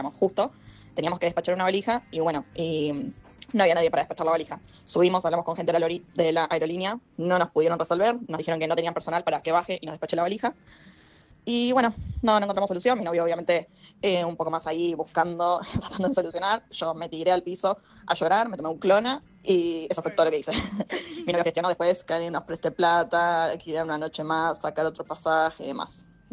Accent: Rosario, Santa Fe, Argentina; Somos de Rosario con mi novio.

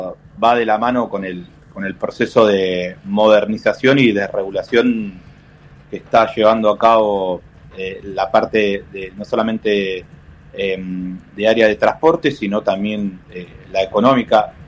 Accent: Argentina; como ser argentino y como ciudadanos

